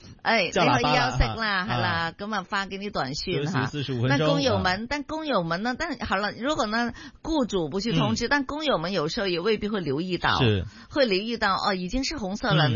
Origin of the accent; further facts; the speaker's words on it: Chaozhou, Guangdong, China; 就是除了就是我们潮州人之外呢